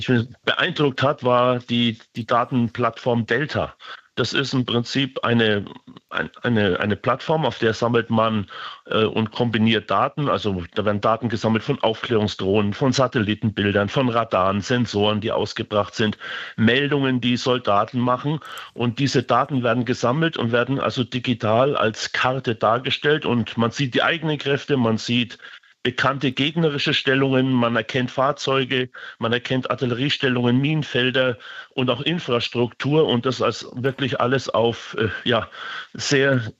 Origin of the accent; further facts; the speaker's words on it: Germany; wir als Deutsche